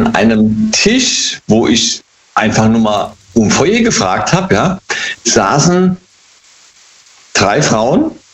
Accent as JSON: {"language": "German", "region": "Hesse", "country": "Germany", "said": "Hey, aus dem Rheingau, immer noch."}